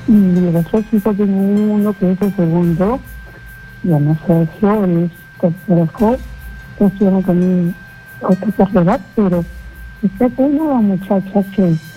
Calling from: Lima, Peru; De aquí, Miraflores.

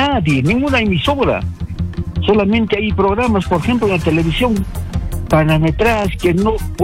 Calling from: Juliaca, Puno, Peru; desde la ciudad de Juliaca.

